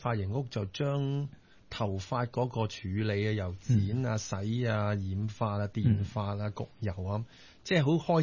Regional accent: China; 即系又要配合翻我哋中国人嘅头型

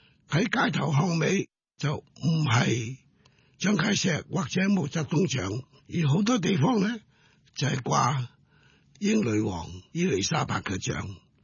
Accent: Hong Kong; 我这个人在香港长大，我的接受爱国主义的影响呢，就后期当然是共产党，但是前期呢基本上是国民党，而事实上国民党对我们这一代人的影响是重大

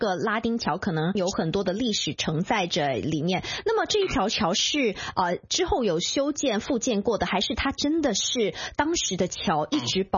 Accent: China

